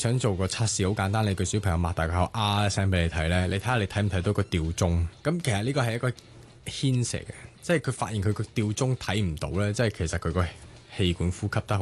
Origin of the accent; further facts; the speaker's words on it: China; 我哋中國人興夾筷子食嘢噶嘛